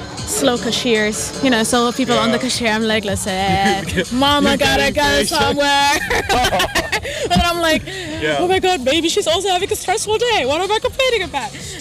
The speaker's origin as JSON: {"language": "English", "country": "Germany", "tie": "born or raised there", "said": "my parents are from Ethiopia and I grew up quite poor in Germany"}